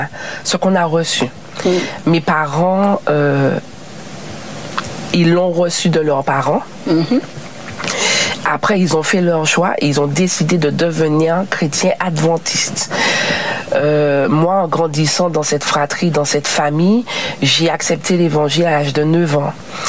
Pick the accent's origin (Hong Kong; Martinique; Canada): Martinique; Voilà, les deux sont de la Dominique. Donc, on a grandi, on est né en Martinique, on a grandi en Martinique, mais dans le foyer, c'est un foyer anglophone.